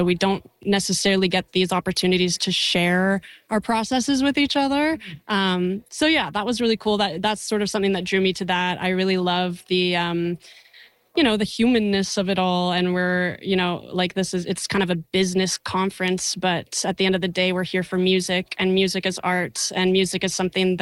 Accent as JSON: {"language": "English", "town": "Salt Spring Island", "region": "British Columbia", "country": "Canada", "said": "I'm from Salt Spring and I'm just, you know, hippie at heart."}